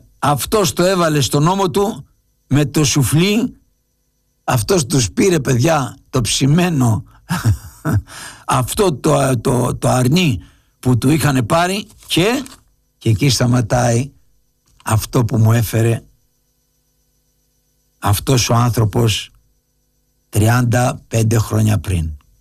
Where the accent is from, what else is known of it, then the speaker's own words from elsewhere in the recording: Peloponnese, Greece; born there; και εγώ γεννήθηκα στο Μαντρί, στις Φούρλας, στο Γραβομούνι, γράφω στο Γραμμοβούνι, έτσι είναι παιδιά.